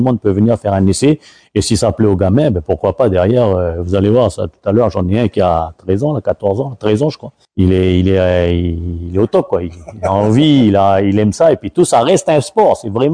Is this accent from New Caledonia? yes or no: yes; New Caledonia; quand on est calédonien